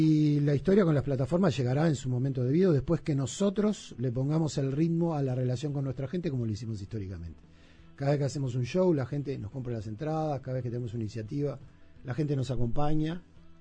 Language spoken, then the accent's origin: Spanish; Montevideo, Uruguay; Yo vivía cerca de ahí. Como niño me crié en Villa Dolores.